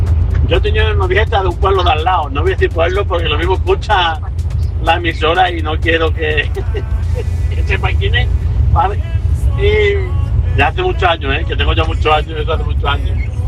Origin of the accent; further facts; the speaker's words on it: La Zarza, Extremadura, Spain; Yo soy de la zarza, yo no tengo problema de decir dónde soy.